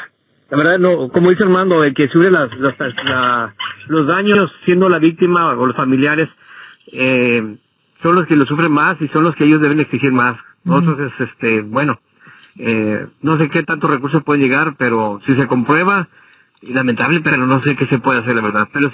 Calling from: Escobedo, Nuevo León, Mexico; desde Escobedo, Nuevo León

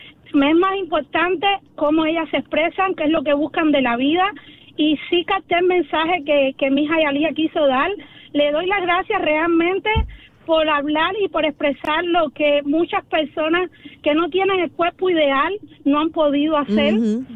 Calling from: Cuba

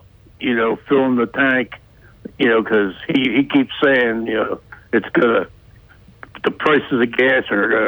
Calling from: Nanticoke, New York, United States; from Nanticoke.

